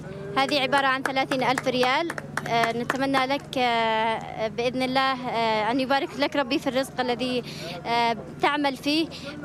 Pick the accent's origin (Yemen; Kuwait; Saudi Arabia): Yemen; وضعنا كيمنيين